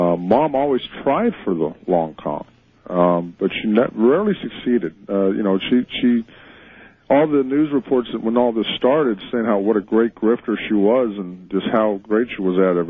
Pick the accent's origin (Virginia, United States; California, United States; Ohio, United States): California, United States; Sacramento; born there; I was born in Sacramento, California, as far as what my birth certificate says.